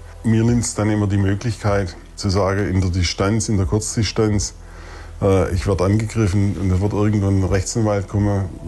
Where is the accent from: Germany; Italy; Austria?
Germany; Baden-Württemberg; Landschaftlich ist es genauso schön wie bei mir im Schwarzwald. Ich komme ja aus dem Schwarzwald